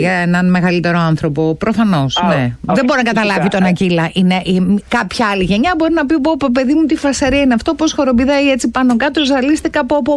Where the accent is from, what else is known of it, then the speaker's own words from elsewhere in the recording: Serres, Central Macedonia, Greece; γιατί και εγώ από τα Σέρας είμαι από τα Σέρας, έτσι.